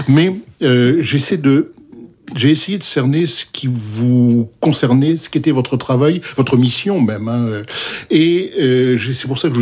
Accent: Lille, Hauts-de-France, France; moved away as an adult; je suis resté 20 ans à Lille, donc c'est là que je suis né.

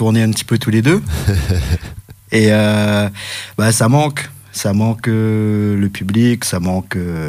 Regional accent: Réunion; moved away as an adult; now in Cléder, France; moi je suis de la Réunion, j'ai débarqué du côté de Cléder en 2014. … on était trois dedans à la Réunion.

